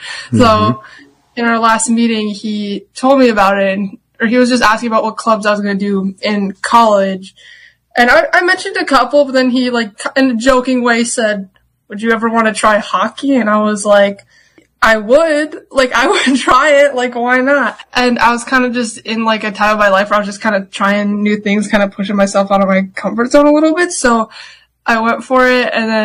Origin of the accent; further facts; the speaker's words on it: Minnesota, United States; I grew up in Minnesota.